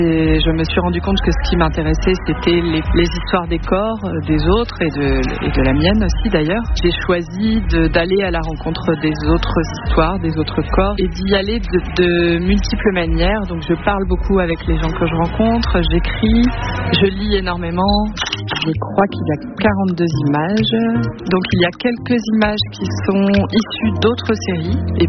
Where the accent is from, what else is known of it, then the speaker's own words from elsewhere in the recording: Orléans, Centre-Val de Loire, France; moved away as an adult; also born or lived in Paris; Je suis native d'Orléans, j'ai fait mes études là-bas jusqu'au bac.